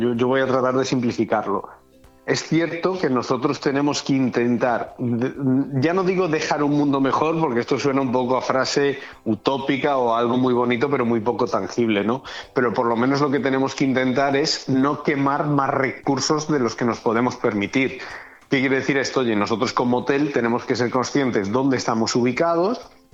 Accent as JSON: {"language": "Spanish", "region": "Galicia", "country": "Spain"}